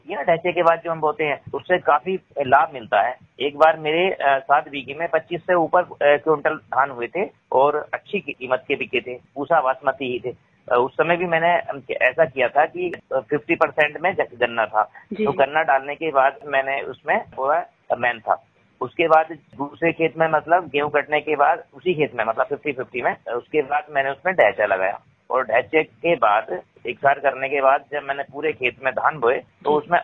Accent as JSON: {"language": "Hindi", "town": "Gajraula", "region": "Uttar Pradesh", "country": "India", "said": "गजरोला, जिला अमरोहा का रहने वाला हूँ।"}